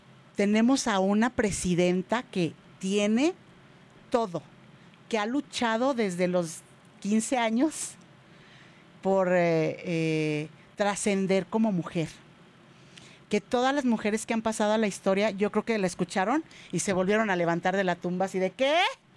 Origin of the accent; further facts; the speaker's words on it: Zacatecas, Mexico; moved away; ahí en mi tierra, Zacatecas.